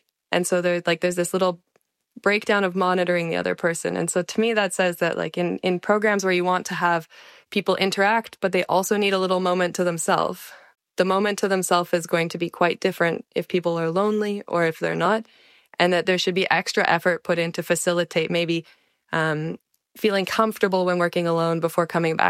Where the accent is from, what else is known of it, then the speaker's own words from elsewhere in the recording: Canada; I'm from Canada."